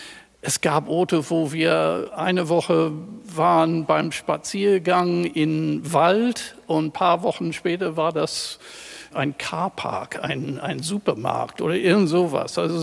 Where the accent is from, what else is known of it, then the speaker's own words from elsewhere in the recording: Brisbane, Queensland, Australia; Ich von meiner Heimatstadt Brisbane an der Küste und ich war regelrecht sehr angetan von der Naturwelt, die um mir herum zu hören war